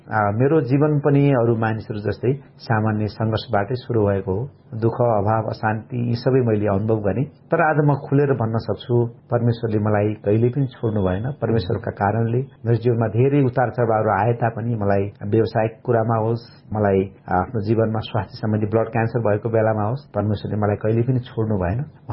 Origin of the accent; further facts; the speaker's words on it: Birendranagar, Karnali Province, Nepal; now in Kathmandu, Nepal; मेरो खास, मेरो ओरिजन सुर्खेत जिल्ला वीरेन्द्रनगर नगरपालिका वार्ड नम्बर 10 पर्छ। मेरो बाल्यकाल त्यहीँ सुर्खेतमै बित्यो र पढाइको सिलसिलामा अनि म काठमाडौँतिर आएँ।